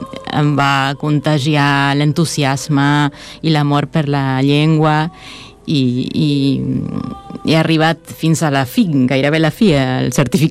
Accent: Argentina; d'una regió que es diu el litoral, que vol dir, bueno, el litoral fluvial, no? De al costat del riu Paranà, i som llunyats de Buenos Aires, del centre, no?

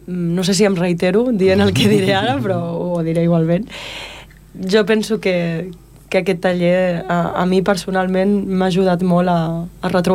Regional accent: Blanes, Catalonia, Spain; a mi em queda una mica lluny, jo vinc de Blanes.

